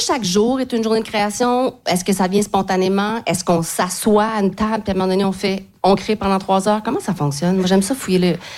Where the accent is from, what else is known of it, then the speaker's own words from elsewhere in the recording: Quebec City, Quebec, Canada; now in Montreal, Canada; on est en direct de ma ville natale, la ville de Québec.